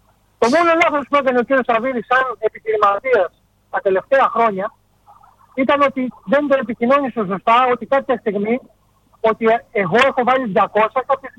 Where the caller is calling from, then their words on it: Greece; εμείς στην Ελλάδα έχουμε μάθει να ζούμε με το αχάριστος